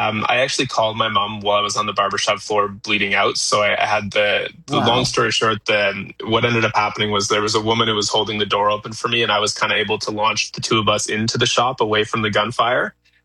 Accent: Canada; I'm born and raised in Canada.

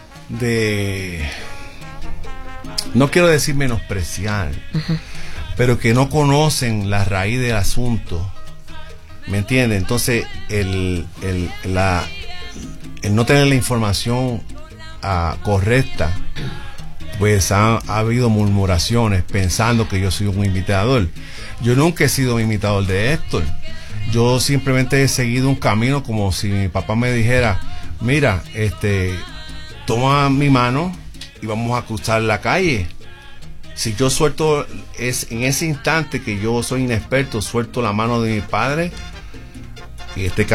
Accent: north, Puerto Rico; yo soy del norte, usted de la perla del sur, pero somos de Puerto Rico

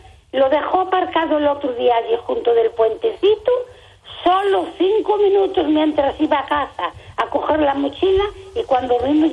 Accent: Barbadás, Galicia, Spain; Mire, soy una señora de Barbadanes que tiene dos familias viviendo ahí en Barbadanes, en Valenzana precisamente

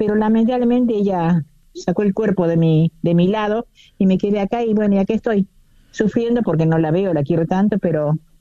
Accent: Sebastián Elcano, Córdoba, Argentina; moved away as an adult; now in Buenos Aires, Argentina; Soy cordobesa y cuando me casé me fui a vivir a Buenos Aires. Ahí viví 35 años

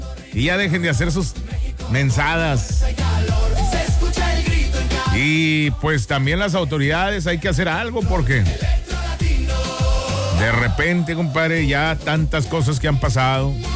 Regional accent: Mexico

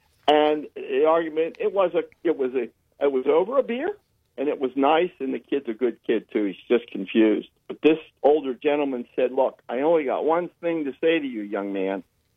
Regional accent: Pennsylvania, United States; Well, I agree with that, but I'm from Pennsylvania.

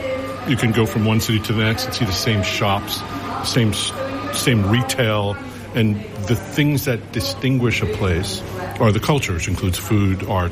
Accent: Brooklyn, New York, United States; We're from Brooklyn, New York.

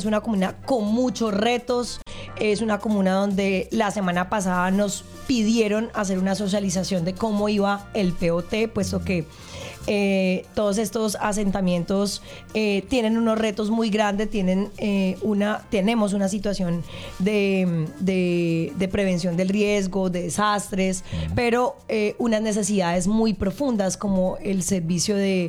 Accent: Cali, Valle del Cauca, Colombia; hicimos como caleños un esfuerzo financiero bastante alto

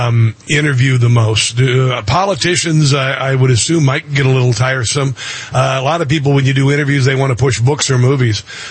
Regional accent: Iowa, United States; Even though I was a white boy from Iowa

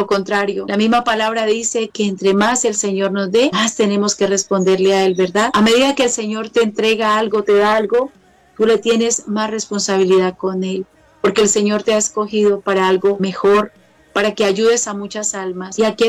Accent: Meta, Colombia; Soy llanera, soy de una parte bastante donde es muy difícil hablar de Dios, pero Dios siempre está con nosotros.

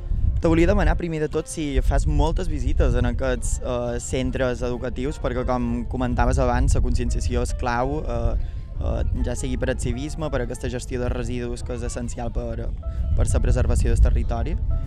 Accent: Balearic Islands, Spain; encara estem a temps de preservar l'Albufera d'Esgrau, aquest espai natural tan especial que tenim com a menorquins?

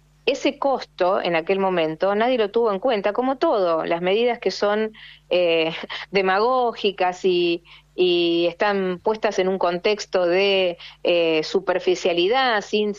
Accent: Argentina; No lo encasillo en la política partidaria, sino en lo que uno realmente siente como argentino.

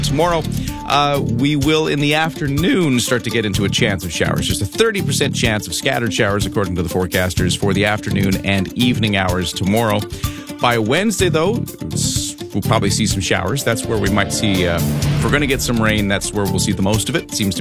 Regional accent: Canada; I'm a Canadian.

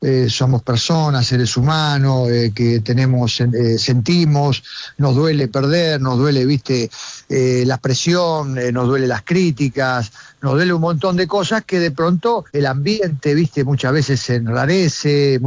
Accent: Argentina

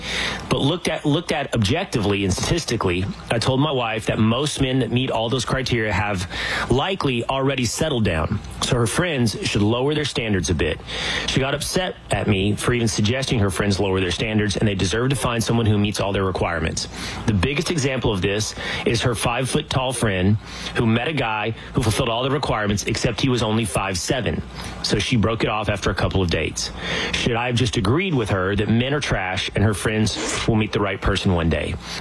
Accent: Sherman, Texas, United States; So I grew up in Sherman, Texas. 30,000 people, right?

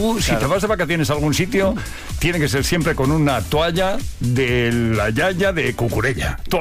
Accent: Badalona, Catalonia, Spain; now in Madrid, Spain; Yo soy de Badalona.

